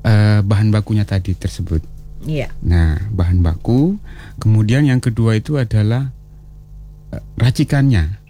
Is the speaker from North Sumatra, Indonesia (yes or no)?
no; West Nusa Tenggara, Indonesia; Iya, saya dari Lombok, Nusa Tenggara Barat.